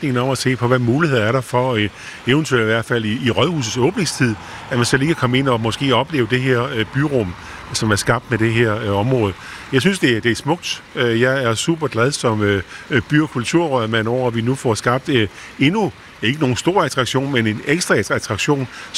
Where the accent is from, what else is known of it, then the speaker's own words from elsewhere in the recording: Odense, Region of Southern Denmark, Denmark; vi som odenseaner